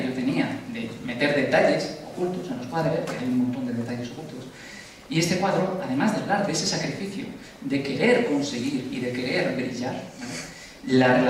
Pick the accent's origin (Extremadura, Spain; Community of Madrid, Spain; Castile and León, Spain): Community of Madrid, Spain; Aluche; Porque yo soy de Aluche, ¿cómo me matéis? Pero soy de Aluche.